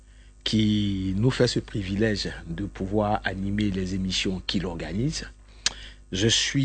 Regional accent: Gagnoa, Gôh-Djiboua, Côte d’Ivoire; now in Abata, Côte d'Ivoire; Je suis originaire de Gagnoa. Je suis pasteur et je fais partie de l'église Rema Christ Tabernacle.

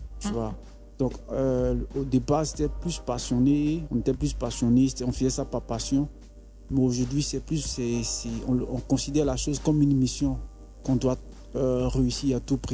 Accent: Bobo-Dioulasso, Hauts-Bassins, Burkina Faso; also born or lived in Yopougon, Abidjan, Côte d'Ivoire; moi, je suis né à Poy, à Yopougon, j'ai grandi à Bobo

